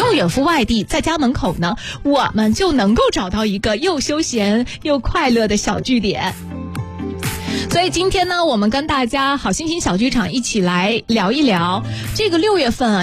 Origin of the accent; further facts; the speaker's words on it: Xuzhou, Jiangsu, China; 咱们徐州现在就是越来越时髦了，